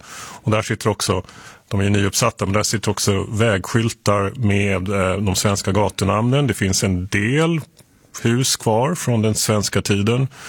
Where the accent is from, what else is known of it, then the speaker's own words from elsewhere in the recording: Sweden; Men det är ändå, som svensk så kommer man dit så blir man lite så här, oj.